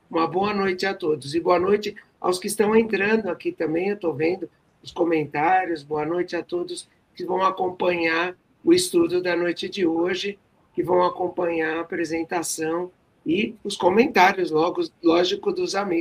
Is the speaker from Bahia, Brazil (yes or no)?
no; São Paulo, Brazil; Eu sou aqui de São Paulo, do Grupo Espírita Caibachuto